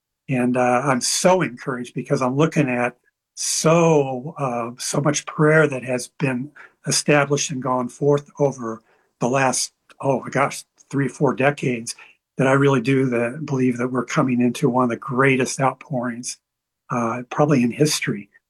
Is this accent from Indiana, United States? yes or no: yes; Indiana, United States; grew up in the Midwest. I had a Primitive Baptist father and a Lutheran mother. And so I was raised in the Lutheran church because mom won out.